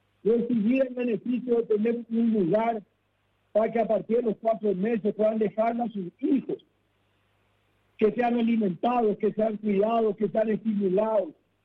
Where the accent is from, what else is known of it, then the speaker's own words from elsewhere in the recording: Paraguay; Mi querida Joaquina, como paraguayo, decirle al pueblo de Arenú que tanto ha sufrido